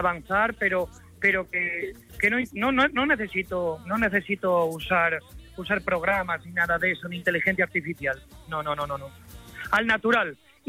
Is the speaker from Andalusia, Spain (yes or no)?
no; Asturias, Spain; Soy un asturiano enamorado de la copla, no soy del sur, ni soy poeta, ni en mis raíces hay sangre flamenca